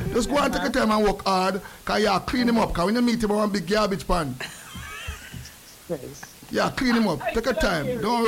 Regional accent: Jamaica; For those who dare America as a Jamaican, I know, say, yo, it take a whole heap and a whole heap of stuff.

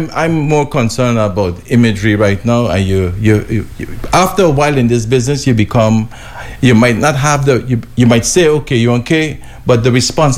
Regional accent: Guyana

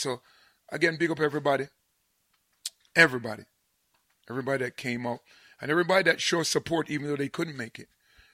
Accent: Jamaica; because I'm Jamaican or English Jamaican

